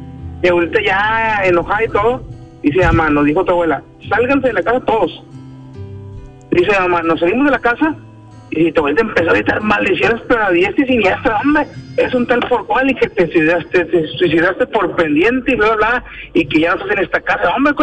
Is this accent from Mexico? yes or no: yes; Monterrey, Nuevo León, Mexico; yo nací allá en Valle Verde, en Monterrey. Soy de Valle Verde.